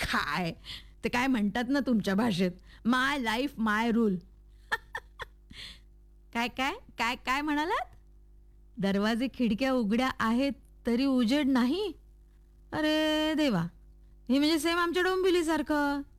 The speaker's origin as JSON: {"language": "Marathi", "region": "Maharashtra", "country": "India", "said": "अगं मी मराठीच आहे।"}